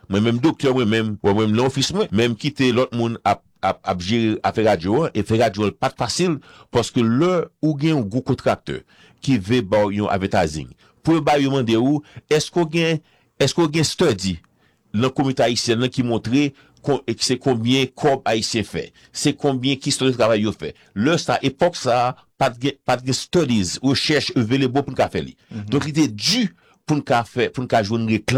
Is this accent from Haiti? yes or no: yes; Haiti; now in United States; Ici aux États-Unis, et qu'on est haïtien, on met les chercheurs volontaires qui contribuent avec Bataille Savannah.